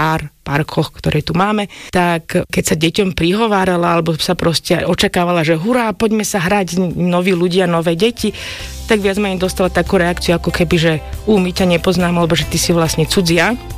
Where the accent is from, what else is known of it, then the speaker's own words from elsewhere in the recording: Bratislava, Bratislava Region, Slovakia; born there; Narodila som sa v Bratislave.